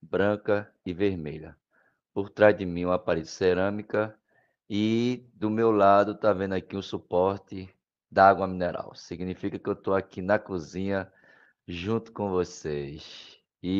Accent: Recife, Pernambuco, Brazil; sou de Recife, Pernambuco, sou moreno claro

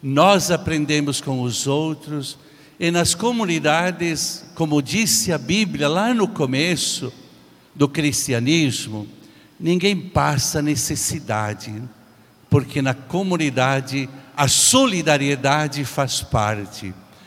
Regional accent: Brazil

